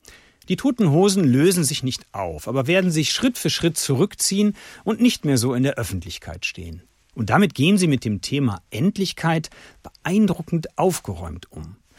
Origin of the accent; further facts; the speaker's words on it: Düsseldorf, North Rhine-Westphalia, Germany; Ich bin Düsseldorfer und liebe meine Heimat.